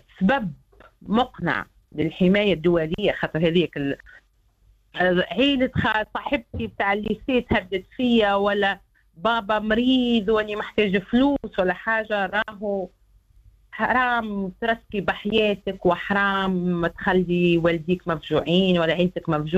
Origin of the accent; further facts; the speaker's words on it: Tunisia; وانا اقولها كتونسية